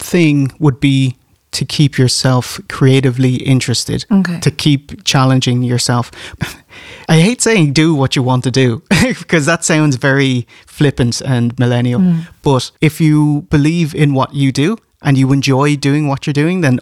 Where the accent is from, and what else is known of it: Ireland